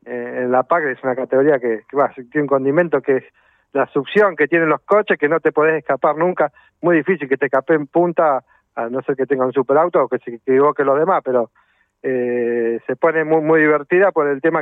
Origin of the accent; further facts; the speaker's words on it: La Plata, Buenos Aires Province, Argentina; born there; also born or lived in General Belgrano, Buenos Aires, Argentina; Sí, soy más platense que General Belgrano, pero bueno, nací en General Belgrano, así ahí son mis raíces, pero bueno, casi toda la vida acá en la ciudad.